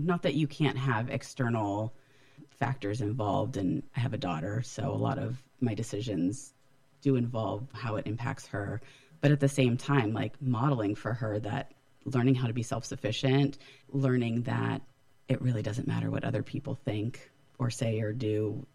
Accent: California, United States; also born or lived in Las Vegas / Central Valley; now in East Bay, United States; I grew up in Northern California.

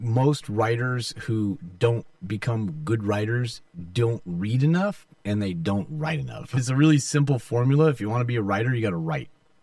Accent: Garden Grove, California, United States; born or raised there; also born or lived in Virgin Islands

